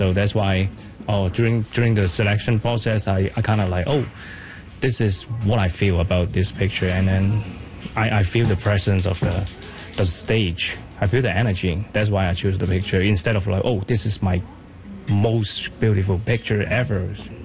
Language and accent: English; Hong Kong; I come from a whole different world. I come from Hong Kong. This is whole thing is new to me.